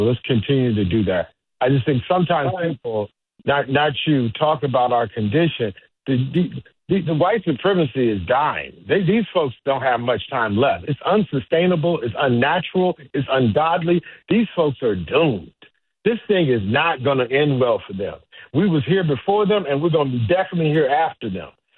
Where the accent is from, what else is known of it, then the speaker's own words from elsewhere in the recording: St. Louis, Missouri, United States; when I talk about my hometown in the United States, of course, I say St. Louis because that's where I spent much of my younger life.